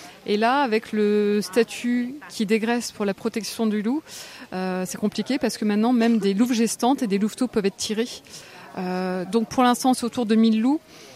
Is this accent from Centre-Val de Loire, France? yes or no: yes; Centre-Val de Loire, France; Moi je suis du Loiret